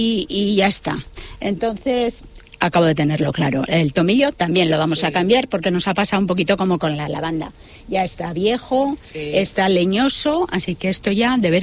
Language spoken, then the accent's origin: Spanish; Navarre, Spain; also born or lived in Gipuzkoa; now in Álava, Spain; yo que soy una navarra convertida en guipuchi y ahora estoy en Álava